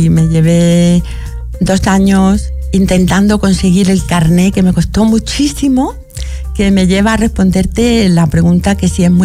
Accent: Marbella, Andalusia, Spain

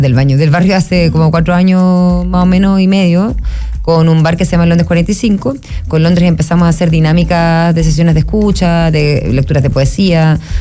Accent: Concepción, Biobío, Chile; yo soy penquista

